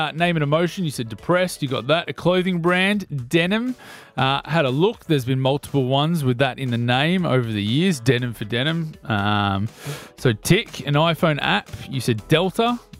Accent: New South Wales, Australia; Yeah, I'm from New South Wales originally

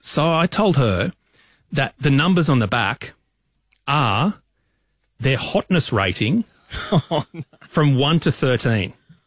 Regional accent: Queensland, Australia; I'm a Queenslander

